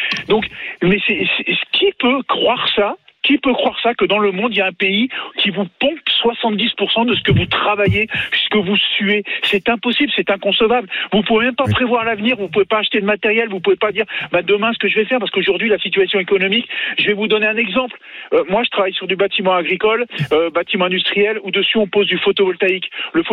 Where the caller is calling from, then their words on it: France; moi, je suis français